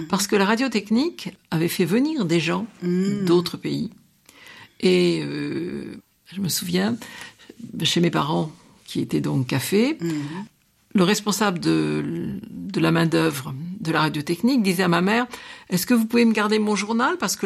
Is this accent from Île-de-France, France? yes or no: yes; Paris, Île-de-France, France; born there; now in Dreux, France; Ben non, je suis pas de Dreux. Je suis née à Paris.